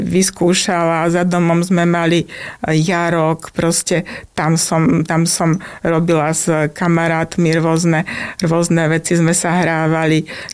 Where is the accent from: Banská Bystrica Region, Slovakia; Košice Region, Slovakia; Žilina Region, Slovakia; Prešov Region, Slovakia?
Banská Bystrica Region, Slovakia; Môťová; Predovšetkým Môťová bola akoby dedina, čiže som dievča z dediny.